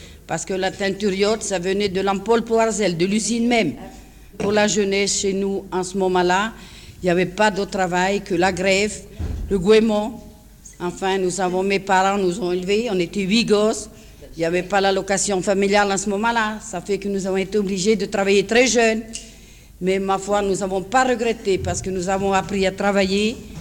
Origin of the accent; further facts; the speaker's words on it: Brest, Brittany, France; Oui, oui, je suis de Brest, monsieur.